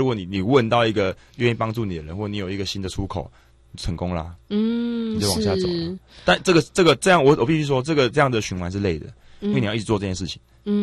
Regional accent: Taiwan; 我是一个台湾人在这里骑摩托车。

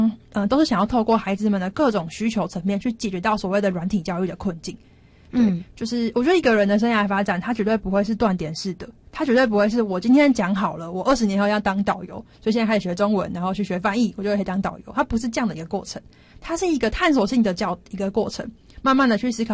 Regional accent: Taiwan; 我们这些所谓台湾人

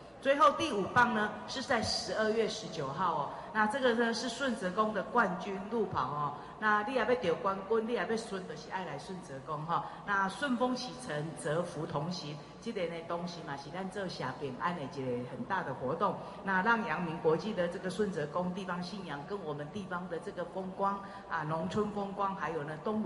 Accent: Changhua County, Taiwan; 沿路还有我们彰化人满满满满的人情味

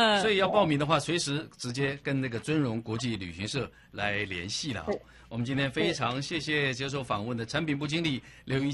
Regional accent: Taiwan

